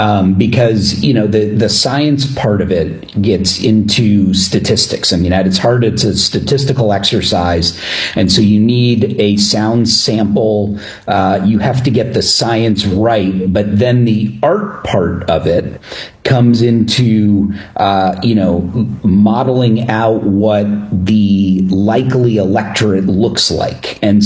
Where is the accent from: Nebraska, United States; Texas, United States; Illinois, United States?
Illinois, United States; my home state, Illinois